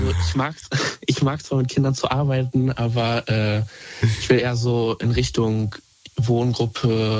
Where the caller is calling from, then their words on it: North Rhine-Westphalia, Germany; Aus NRW, Nähe Paderborn.